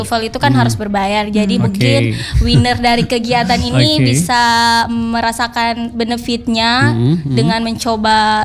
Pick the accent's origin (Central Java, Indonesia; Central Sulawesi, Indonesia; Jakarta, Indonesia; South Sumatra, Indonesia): Central Sulawesi, Indonesia; Sigi; Iya, latar belakangnya saya juga kan dari SIGI. Jadi saya maksudnya environment-nya itu ya saya sudah rasakan.